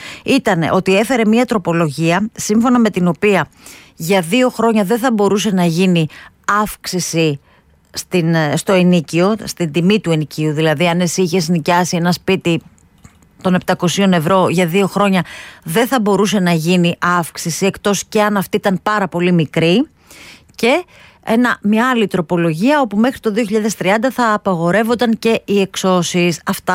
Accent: Greece; εμείς για παράδειγμα ως Έλληνες

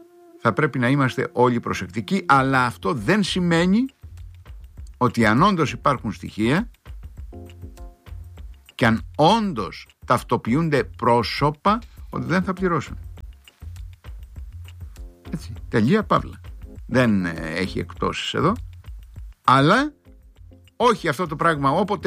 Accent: Crete, Greece; στο χωριό μου, στην Κρήτη

